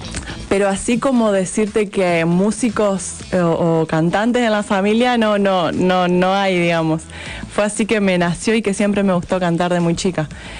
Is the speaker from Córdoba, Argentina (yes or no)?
no; Los Conquistadores, Entre Ríos, Argentina; now in Santa Fe, Argentina; Yo soy de los conquistadores como Alan, tal cual.